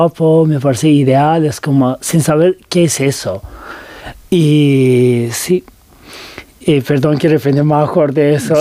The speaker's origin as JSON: {"language": "Spanish", "town": "Tehran", "region": "Tehran Province", "country": "Iran", "tie": "born or raised there", "second_language": "Spanish"}